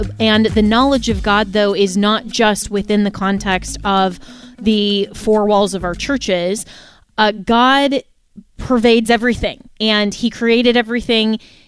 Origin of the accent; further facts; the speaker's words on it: Florida, United States; And I'd love for you to come to my home state of Florida. We should do one here.